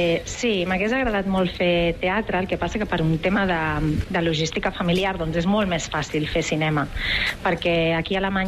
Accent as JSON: {"language": "Catalan", "region": "Catalonia", "country": "Spain", "accent": "Catalan", "said": "Jo suposo que és la influència aquesta del català en el meu accent."}